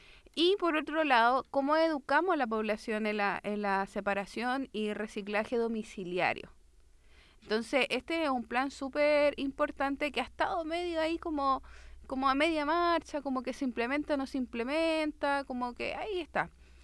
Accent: San Bernardo, Santiago Metropolitan Region, Chile; que yo soy de allá, tú sabes que yo soy vecina de San Bernardo.

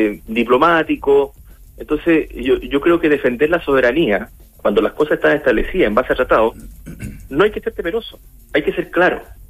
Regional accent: Magallanes and Chilean Antarctica, Chile; como magallánico, como chileno

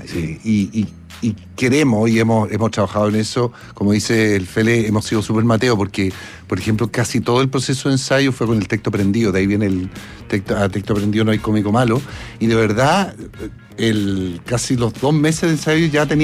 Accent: Chile; también hablábamos que nosotros como sociedad, como chilenos, somos buenos para el copete, digámoslo.

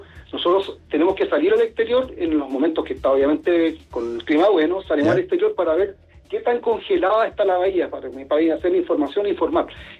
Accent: Chile; Y le hablamos de Chile, en realidad, lo importante que para nosotros como chilenos cuidar la Antártica y para qué estamos aquí.

